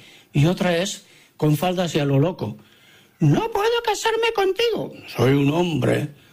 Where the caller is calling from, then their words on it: Barcelona, Catalonia, Spain; Hola, fareros … de Barcelona.